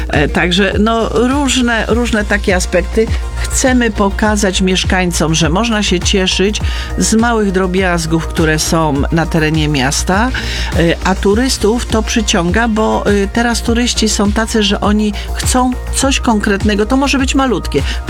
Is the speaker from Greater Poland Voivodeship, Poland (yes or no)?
no; Lower Silesian Voivodeship, Poland; nie ma piękniejszych kamieni niż u nas w Sudetach